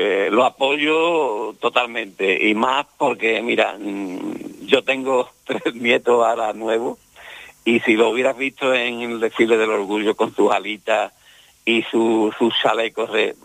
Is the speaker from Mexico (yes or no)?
no; Andalusia, Spain; accent: Andalusian; yo no hablo malamente el castellano, yo hablo andaluz. Yo hablo andaluz porque soy andaluz, ya está. Que me como las hache, que me como muchas veces las hache, pues me como.